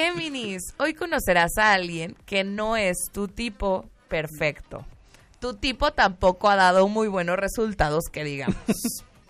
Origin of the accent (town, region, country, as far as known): Mexico